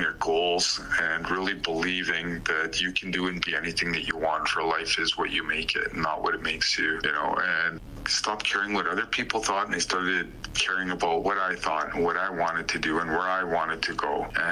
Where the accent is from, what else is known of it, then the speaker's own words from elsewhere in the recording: Manning, Alberta, Canada; born there; I am from north of 59. That's great. I am from up in northern Alberta. I was born in Manning and come from a small community up there.